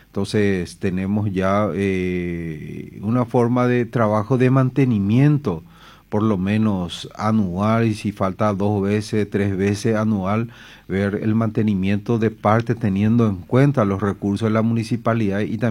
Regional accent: Unión, San Luis, Argentina; voy a hacer que el pueblo, mi pueblo de Unión, con toda su gente, pueda tener una vida digna

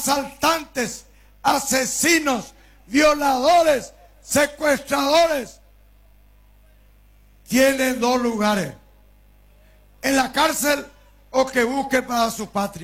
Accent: Paraguay; Como cristiano, como paraguayo

